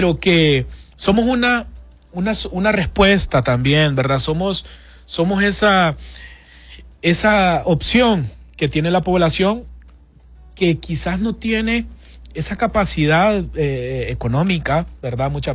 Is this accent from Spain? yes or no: no; Tegucigalpa, Francisco Morazán, Honduras; Los que somos de Tegucigalpa